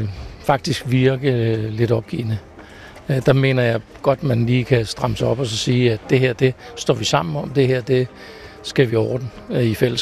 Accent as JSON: {"language": "Danish", "town": "Holbæk", "region": "Zealand", "country": "Denmark", "said": "jeg kommer jo fra Holbæk Kommune"}